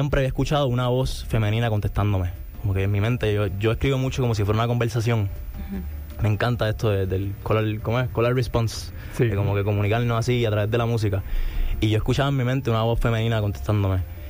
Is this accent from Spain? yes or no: no; Puerto Rico; yo me crié en un campito en Puerto Rico